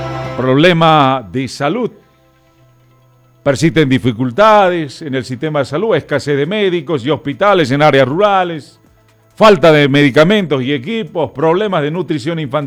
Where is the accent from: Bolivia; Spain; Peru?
Bolivia; como bolivianos carecemos de una memoria histórica.